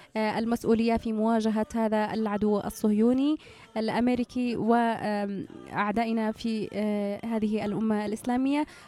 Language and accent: Arabic; Yemen; كشعب يمني